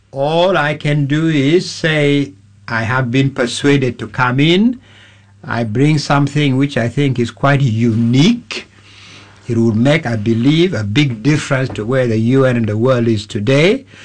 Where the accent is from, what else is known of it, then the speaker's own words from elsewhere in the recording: Uganda; So really, yes, I'm from Uganda, very proud to be from Uganda. I'm from Africa.